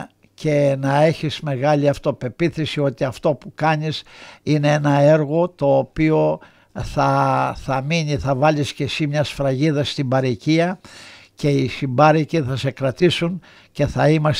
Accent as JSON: {"language": "Greek", "country": "Greece", "moved": "yes", "lives_now": "Melbourne, Australia"}